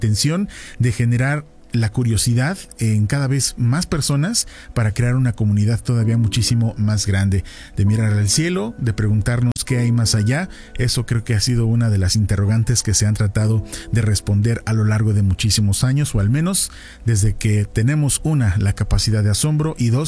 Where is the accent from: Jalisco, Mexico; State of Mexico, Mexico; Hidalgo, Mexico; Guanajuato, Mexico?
Hidalgo, Mexico; Tulancingo; a quienes nacimos y crecimos en Tulancingo significa muchísimo